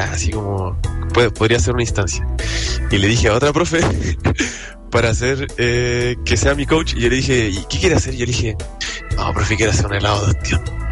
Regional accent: Coquimbo, Chile; Coquimbo, que es de donde yo vengo, donde está todo el cariño que yo tengo por la cocina, sobre todo por el mar, porque yo siempre he sido una persona que me he criado en el mar y con la comida de mar.

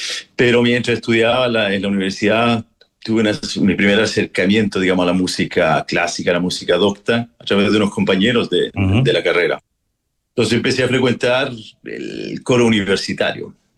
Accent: São Paulo, Brazil; now in Chile; crecí en São Paulo, en Brasil, uh-huh. Por temas familiares nos fuimos a vivir los años 80. En el año, justamente el inicio del 91, regresamos a Chile

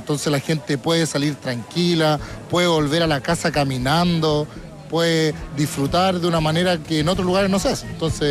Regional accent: Santiago, Santiago Metropolitan Region, Chile; moved away as an adult; now in Curicó, Chile; yo soy de Santiago, llevo 10 años viviendo aquí en Curicó

